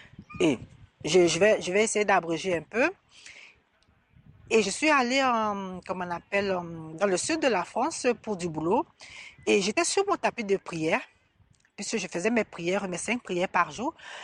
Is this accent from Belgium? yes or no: no; Côte d’Ivoire; je suis originaire de la Côte d'Ivoire